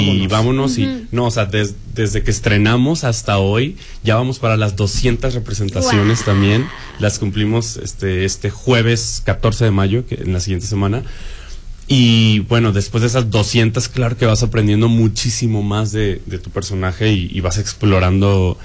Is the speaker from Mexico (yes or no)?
yes; Mexico; nosotros como mexicanos